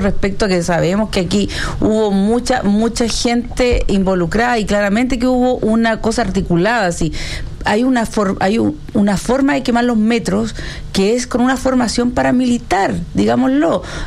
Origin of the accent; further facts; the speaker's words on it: Chile; ¿por qué no la pusieron para que nosotros, como chilenos, pudiéramos hacer justicia?